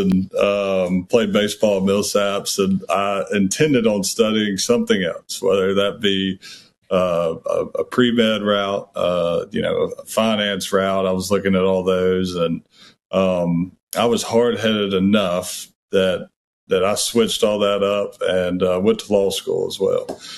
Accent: Pascagoula, Mississippi, United States; also born or lived in Ocean Springs, Mississippi / Moss Point, Mississippi; I went to Trent Lott Middle School in Pascagoula, on to Calmer, both named after our good congressman from Pascagoula. And then on to Pascagoula High School.

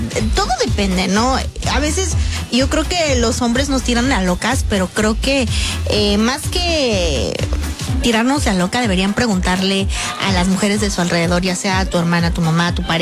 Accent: Capulalpan, Oaxaca, Mexico; En el pueblo también pasaba y te he contado que tenemos una tiendita así de chiquita allá en Capulalpan.

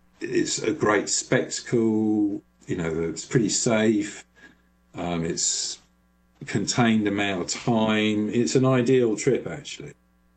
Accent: London, United Kingdom; And you know, as a Londoner, you know, I'm fascinated by, at that point, the biggest city in Europe, the most dynamic city

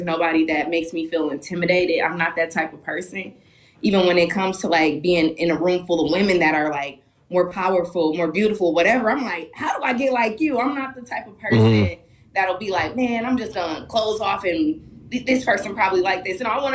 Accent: Milwaukee, Wisconsin, United States; moved away as an adult; now in Las Vegas, United States; I'm from Milwaukee's North Side. My parents weren't rich. You know, they were working class people.

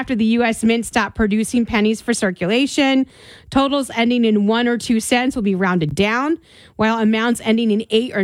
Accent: New Jersey, United States; I'm Italian, and I grew up in New Jersey.

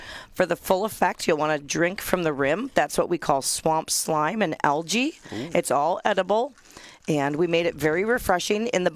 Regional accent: Wisconsin, United States; So we're from Wisconsin

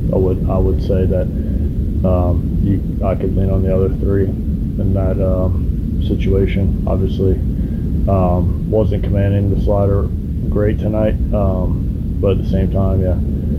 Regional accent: the South, United States; we're two dudes from the South

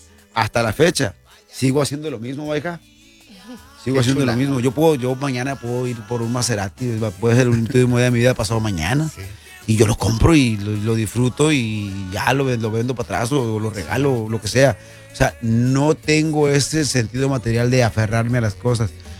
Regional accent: Cacalotán, Sinaloa, Mexico; moved away; hice un grupo de soy de Cacalotán

